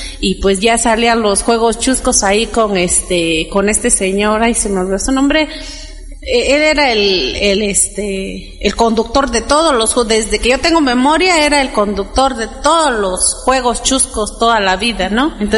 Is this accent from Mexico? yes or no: yes; Mexico; Porque necesitamos ver realmente qué es el significado que tiene el 15 de septiembre como mexicanos